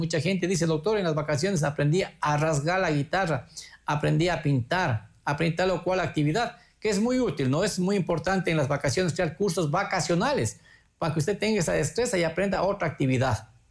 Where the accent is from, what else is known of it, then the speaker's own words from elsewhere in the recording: Sigchos, Cotopaxi, Ecuador; Antes se quemaba en mi ciudad natal, en la ciudad de Sitges